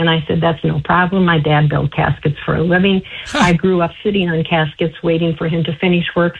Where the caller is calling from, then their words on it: Kenosha, Wisconsin, United States; And currently I'm calling you from Kenosha, Wisconsin.